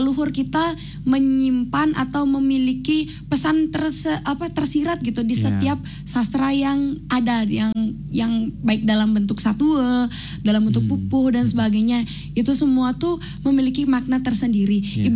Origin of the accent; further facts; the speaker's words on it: Bali, Indonesia; Dan sebagai masyarakat, khususnya masyarakat Bali, harusnya bangga karena kita punya jati diri sebagai orang Bali.